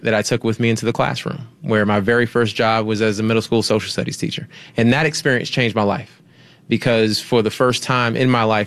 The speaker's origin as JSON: {"language": "English", "town": "Columbus", "region": "Georgia", "country": "United States", "tie": "born or raised there", "said": "It started in Columbus, Georgia. I was raised on the South Side by 2 parents who didn't go to college"}